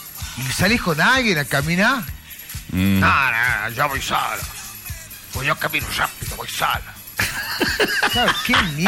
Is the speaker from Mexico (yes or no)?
no; Argentina; somos el argentino es muy triunfalista también.